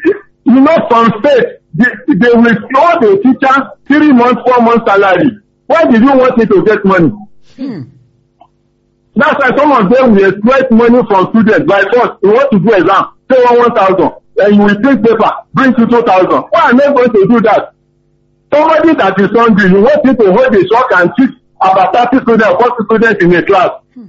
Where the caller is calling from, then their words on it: Ibadan, Oyo, Nigeria; from Apata.